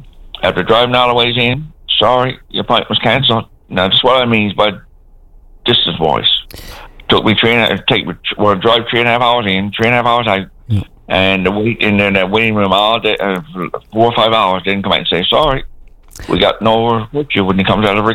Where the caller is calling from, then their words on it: Marystown, Newfoundland and Labrador, Canada; Marystown.